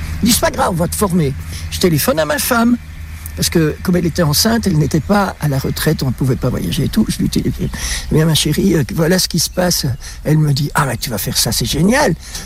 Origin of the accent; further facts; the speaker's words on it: Belgium; On est resté en Belgique, puisque je suis belge.